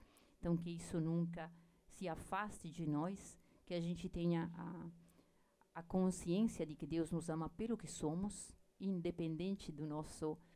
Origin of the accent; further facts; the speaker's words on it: Milan, Lombardy, Italy; Portuguese is a second language; na cidade de onde eu venho, Milão, não acontece, é que todas as portas estão abertas.